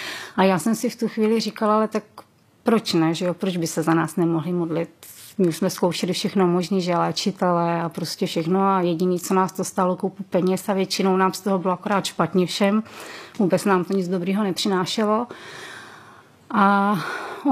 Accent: Vysoké Mýto, Pardubice Region, Czechia; Dobrý den … jsem z Vysokého Mýta

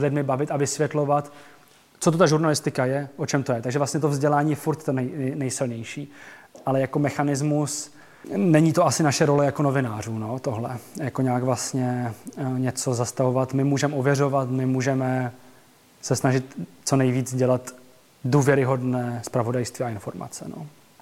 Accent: Ostrava, Moravian-Silesian Region, Czechia; also born or lived in Prague; Z Ostravy. A právě jsem jako pracoval v Praze, studoval, ale měl jsem jako velkou motivaci se vrátit domů.

